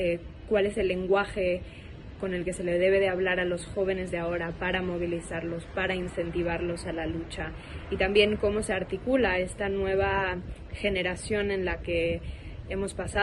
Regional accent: Mexico; Yo te hablo como mexicana y como admiradora de tu trabajo.

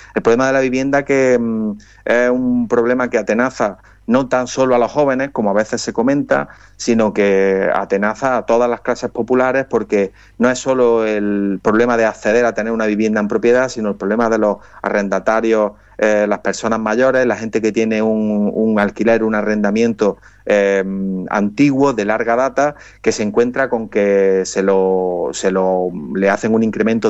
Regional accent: Andalusia, Spain; en Andalucía, en mi país

